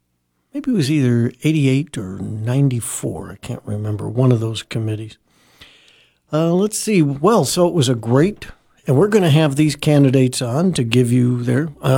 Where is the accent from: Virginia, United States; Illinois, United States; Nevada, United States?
Illinois, United States; Chicago; when I grew up in Chicago, you would just go home for lunch